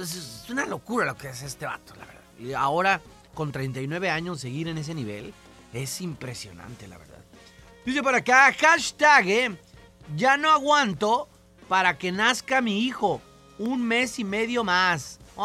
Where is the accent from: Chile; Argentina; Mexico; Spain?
Mexico; nosotros como mexicanos también pasamos muchas veces por esas cosas